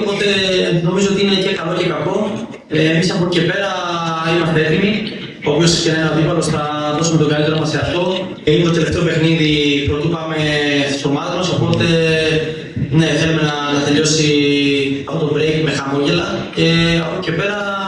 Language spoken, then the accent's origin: Greek; Northern Greece, Greece; εγώ σαν παιδί της Βόρειου Ελλάδας είμαι πάρα πολύ χαρούμενος. Παίζω σχετικά στα μέρη μου.